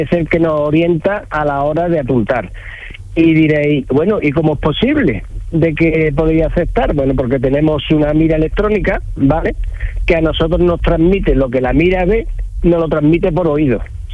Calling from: Jerez de la Frontera, Andalusia, Spain; yo soy de Jerez, vale. Pero vivo entre el bosque desde hace mucho tiempo y el Gastor, el pueblo de mi pareja.

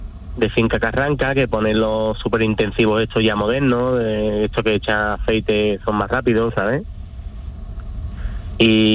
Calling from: Dos Hermanas, Andalusia, Spain; Nosotros estamos en Dos Hermanas, en la carretera de la Isla Menor, kilómetro 4.

